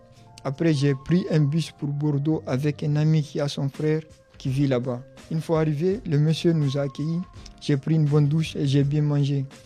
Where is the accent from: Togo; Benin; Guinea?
Guinea; now in France; Je vais raconter le parcours de ma vie en Guinée jusqu'en France. J'ai quitté la Guinée avec un oncle.